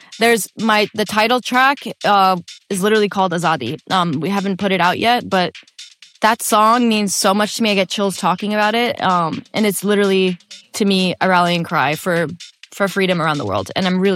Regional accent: Lahore, Punjab, Pakistan; now in United States; it is called … which is the name of the neighborhood I grew up in Lahore, Pakistan.

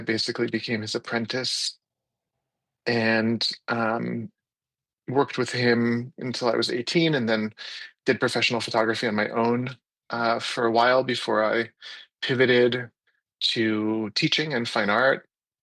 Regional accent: Maryland, United States; moved away as an adult; also born or lived in Jerusalem; now in San Diego, United States; I was born in Jerusalem in 1983, where I lived until I was 6 years old, at which time my family and I moved to the United States, to Washington, the suburbs of Washington, D.C., in Maryland.

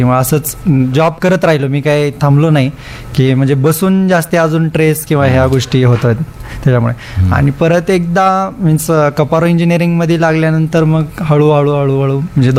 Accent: Dharashiv, Maharashtra, India; आता मी उस्मानाबादचाच आहे ना, कधी कधी रिलेटिव्ह आहेत

